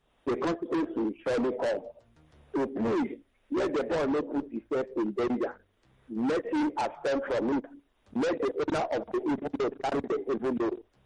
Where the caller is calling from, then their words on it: Ejigbo, Lagos, Nigeria; from Ejigbo.